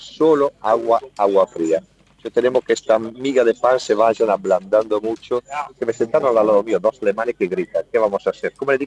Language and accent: Spanish; Cremona, Lombardy, Italy; Spanish is a second language; me voy a Bari, me voy a visitar un poco la Puglia antes de ir a mi pueblo, a Cremona, justamente.